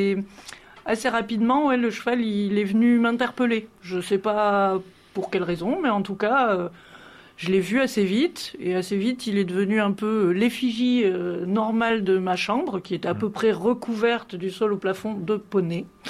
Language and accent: French; Gramat, Occitanie, France; moi, je suis originaire du Lot, donc un petit coin à côté de Gramma. J'avais mes grands-parents vers le Bastille, donc sur le Causse. Et j'ai vécu là-bas avec mes parents pendant pas mal de temps.